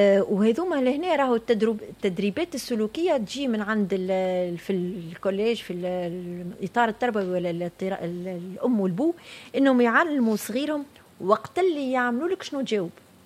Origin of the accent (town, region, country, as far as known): Tunisia